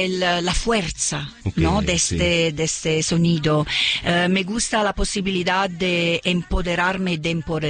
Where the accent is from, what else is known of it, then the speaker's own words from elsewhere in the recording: Italy; Spanish is a second language; now in Los Angeles, United States; Yo soy italiana, pero vivo en Los Ángeles.